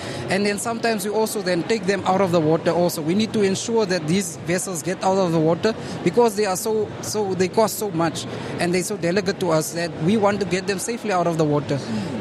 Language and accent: English; Bloemfontein, Free State, South Africa; moved away as an adult; as a person that comes from the inland, I'm from Bloemfontein originally.